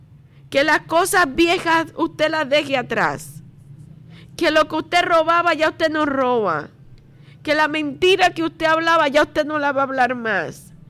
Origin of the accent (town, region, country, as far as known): Dominican Republic